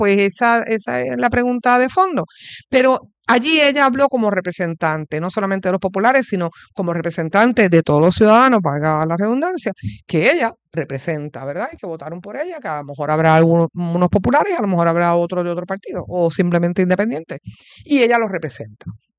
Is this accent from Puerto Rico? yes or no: yes; Puerto Rico; así que nada, como muchos puertorriqueños, me di dos copas, me cayeron mal.